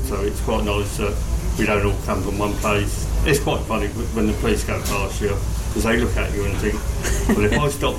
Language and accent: English; Mountfield, South East England, United Kingdom; Like I say, we come from Mountfield, just inside of Battle.